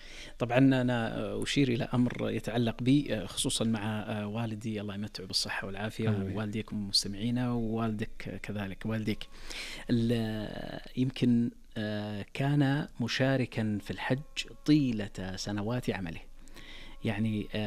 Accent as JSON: {"language": "Arabic", "country": "Saudi Arabia", "said": "بيت عندنا في السعودية"}